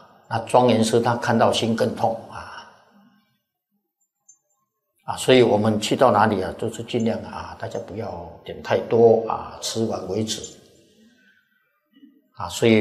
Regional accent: Taiwan; 我们是台湾来的啊，带些钱呐、在这边呐、哎呀，蛮好用的

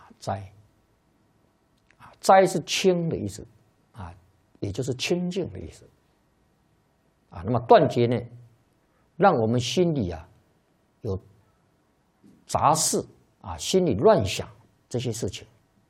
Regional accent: China; 社会上的人士啊，是我们中国人啊，大概就会想到西游记

